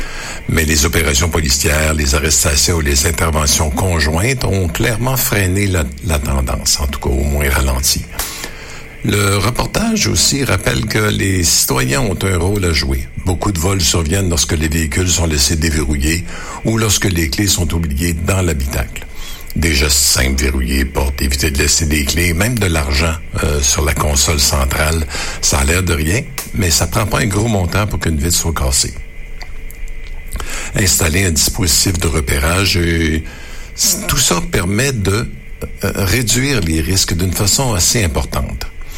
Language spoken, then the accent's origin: French; Quebec, Canada; chez nous au Québec.